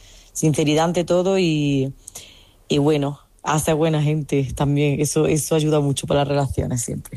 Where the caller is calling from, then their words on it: Granada, Andalusia, Spain; Hola, lunáticas. … de Granada